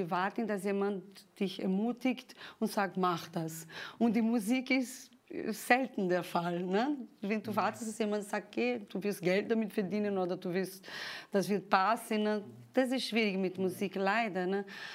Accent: Brazil; moved away; ich als Brasilianerin

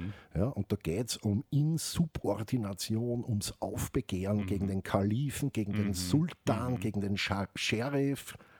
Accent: Austria; Österreich, wie wir zuerst gesagt haben, wir sind Österreicher.

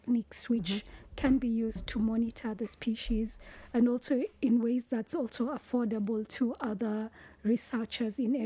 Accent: Nairobi, Kenya; I was born and raised in Nairobi, the capital city.

